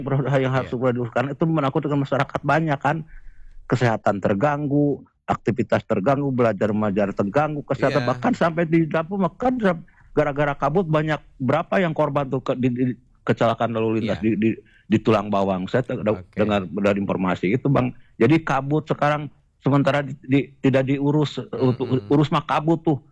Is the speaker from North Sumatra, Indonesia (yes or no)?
no; Garut, West Java, Indonesia; tapi tetap sama lahir mah di Garut, lahir di Garut, besar di Garut